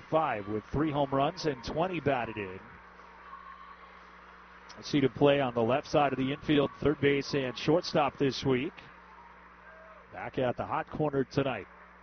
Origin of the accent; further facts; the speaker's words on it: Wisconsin, United States; also born or lived in Davenport; And yeah, I'm from Wisconsin, and so you kind of were cheering for those kids, but spent 2 years living in Davenport.